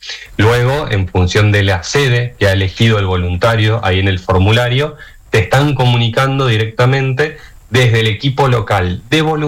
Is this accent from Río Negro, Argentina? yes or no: no; Mar del Plata, Buenos Aires Province, Argentina; En mi caso, por ejemplo, yo soy de Mar del Plata.